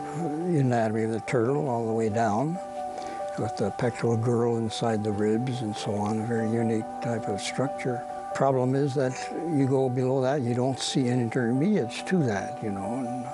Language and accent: English; Haiti; also born or lived in Switzerland / France; I was born in Switzerland, grew up there for a few years, went to France for 1 year, went to France for Haiti, where I spent most of my young childhood and mid-years of youth there.